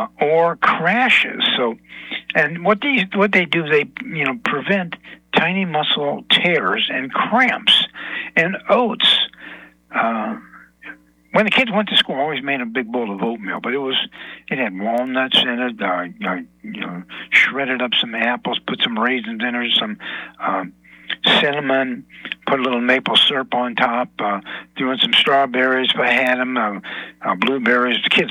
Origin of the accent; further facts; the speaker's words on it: Barberton, Ohio, United States; I grew up in Barberton, Ohio, the Magic City, where we had the blue tip matches created there.